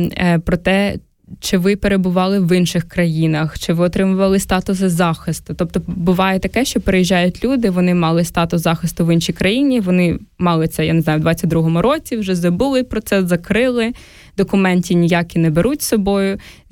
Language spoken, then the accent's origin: Ukrainian; Zaporizhzhia, Zaporizhzhia Oblast, Ukraine; Я виросла в Запоріжжі, в прекрасному місці, я дуже люблю.